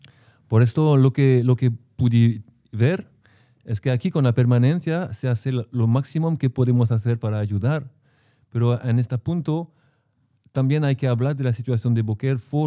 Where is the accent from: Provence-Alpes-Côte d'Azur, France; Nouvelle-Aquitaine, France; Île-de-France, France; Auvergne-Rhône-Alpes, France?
Provence-Alpes-Côte d'Azur, France; Marseille; Porque yo personalmente, yo vengo de Marsella.